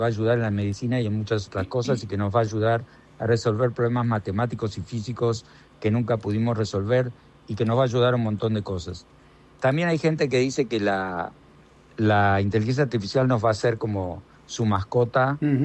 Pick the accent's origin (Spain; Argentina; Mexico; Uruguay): Argentina; Buenos Aires; born there; siendo ciudadano argentino, porque yo soy ciudadano argentino, nacido en Buenos Aires